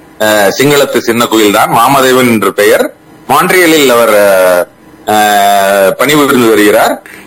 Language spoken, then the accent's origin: Tamil; Salem district, Tamil Nadu, India; born there; now in Salem, India; India, Tamil Nadu, Salem மாவட்டம். சேலம் மாவட்டத்துக்கு அருகே உள்ள வாழப்பாடி தாலுகா, வேலூர் என்ற ஊர் எனது பிறந்த ஊர். ஆனால் நான் தற்சமயம் இருப்பது சேலத்திலே.